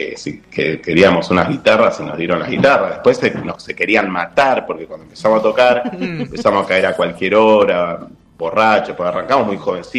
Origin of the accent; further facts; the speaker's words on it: Buenos Aires, Argentina; Yo soy porteño, no estoy renegando de mi porteñidad, pero toda mi familia está en Tucumán.